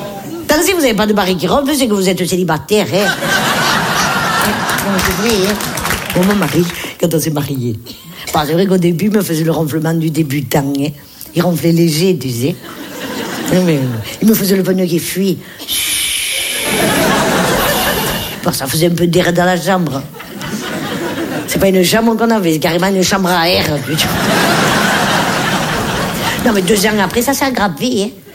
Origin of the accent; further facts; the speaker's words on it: Nice, Provence-Alpes-Côte d'Azur, France; Puis moi, je l'ai fait comme on l'a fait chez nous à Nice, à la pomme de terre, ça coûte rien.